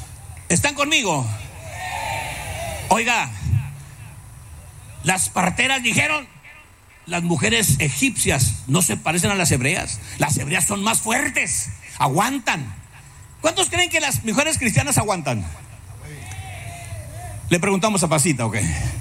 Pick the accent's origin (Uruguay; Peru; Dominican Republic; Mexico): Mexico